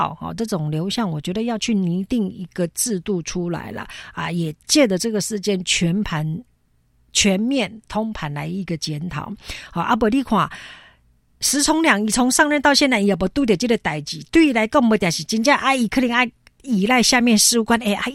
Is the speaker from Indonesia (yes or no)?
no; Taiwan; 不要说我们台湾人要做好防台